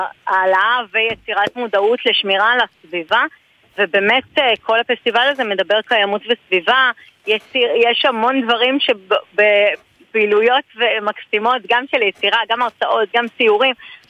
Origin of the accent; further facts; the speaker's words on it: Haifa, Haifa District, Israel; אני נולדתי וגדלתי בעצם בשכונת בת גלים, ועדיין מתגוררת שם לשמחתי ומזלי